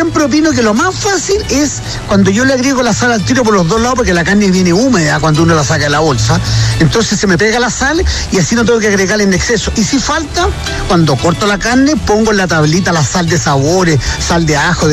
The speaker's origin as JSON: {"language": "Spanish", "country": "Chile"}